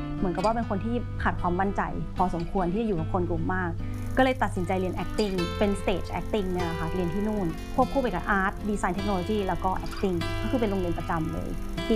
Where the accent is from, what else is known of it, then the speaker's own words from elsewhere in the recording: Chiang Mai, Thailand; นี้ในเชียงใหม่ก็จะเป็นย่านวัดเกตนะคะก็เกิดและโตมาที่นี